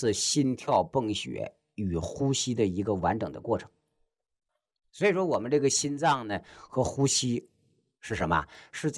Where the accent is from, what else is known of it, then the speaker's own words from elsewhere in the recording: China; 我们中国人喜欢用个词儿叫什么？叫气绝身亡。